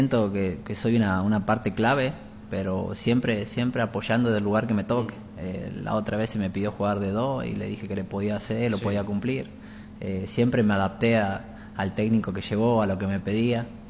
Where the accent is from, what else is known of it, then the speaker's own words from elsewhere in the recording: Rosario, Santa Fe, Argentina; Yo soy rosarino.